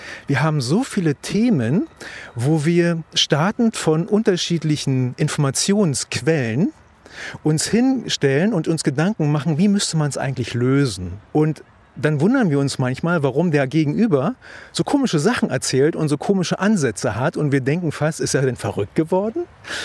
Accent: East Germany, Germany; Ich komme aus der DDR

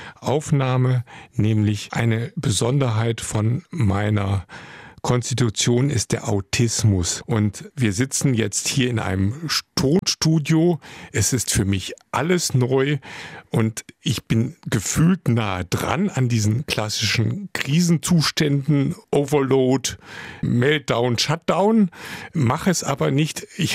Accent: Wuppertal, North Rhine-Westphalia, Germany; ich bin groß geworden in der Stadt, in Wuppertal und in einem Schimanski-Ambiente, Nachkriegsbungalow aus Bruchsteinen auch nur aufgebaut.

